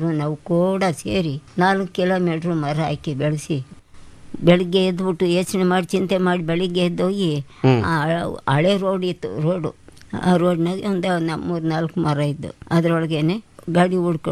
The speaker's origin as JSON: {"language": "Kannada", "town": "Gubbi", "region": "Karnataka", "country": "India", "tie": "born or raised there", "said": "ಗುಬ್ಬಿ ಹೊಸಳ್ಳಿ ತಾಲೂಕಿನಲ್ಲಿ ನಾವು ಹುಟ್ಟಿ ಬೆಳೆದಿದ್ದು."}